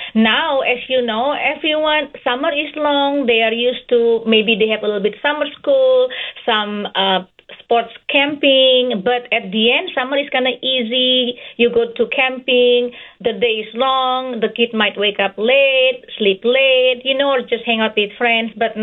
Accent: Indonesia; English is a second language; moved away as an adult; But I grew up in Indonesia. I did my medical school there and I did my residency here.

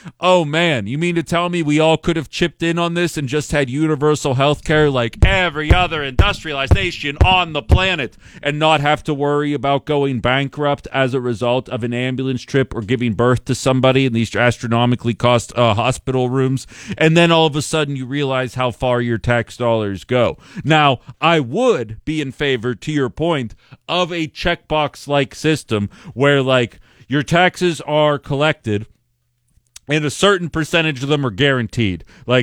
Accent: Pittsburgh, Pennsylvania, United States; moved away; A bridge collapsed in my hometown.

